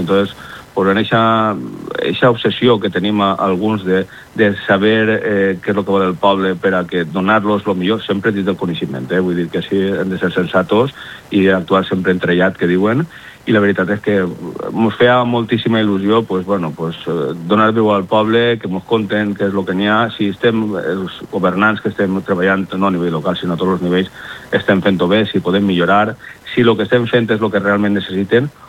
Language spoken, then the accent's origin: Catalan; Xeraco, Valencian Community, Spain; tots som de Xeraco